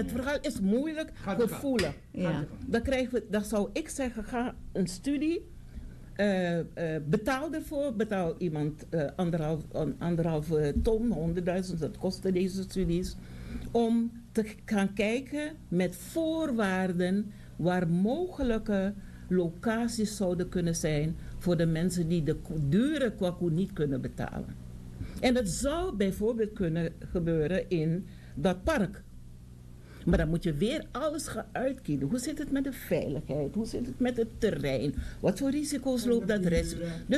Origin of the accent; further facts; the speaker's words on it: Suriname; We zijn er niet voor, want we hebben al als Surinamers in het organiseren van festiviteiten weinig succes tot nog toe.